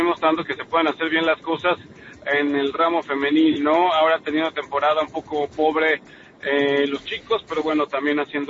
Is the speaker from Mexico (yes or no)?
yes; Mexico; pensaron que era argelino, pero soy más mexicano que el nopal.